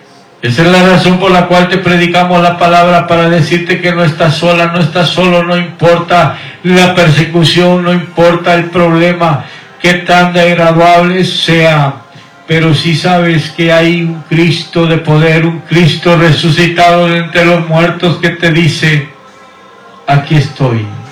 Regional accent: Guatemala; now in Houston, United States; Mandamos un cordial saludo a Guatemala, mi tierra natal. … desde aquí de Houston, Texas, mandándole un cordial saludo a toda esa gente bella que está por ahí

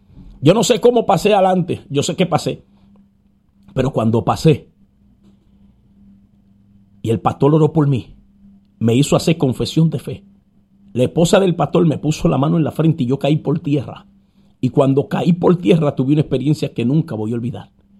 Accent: Dominican Republic; en mi país, en República Dominicana

